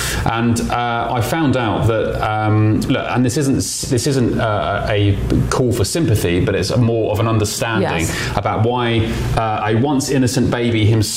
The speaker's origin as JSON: {"language": "English", "country": "United Kingdom", "moved": "as an adult", "lives_now": "Washington, United States", "said": "And I will say, as a Brit here living in DC since September, you do see lots of, unfortunately, mentally unwell people on the streets."}